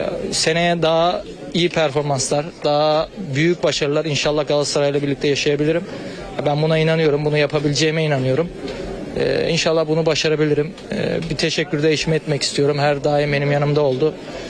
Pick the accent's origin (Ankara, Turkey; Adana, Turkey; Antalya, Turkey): Antalya, Turkey; born there; Ya, Antalya'da doğdum. İlk şampiyonluğumu Antalyaspor'a karşı kazandım.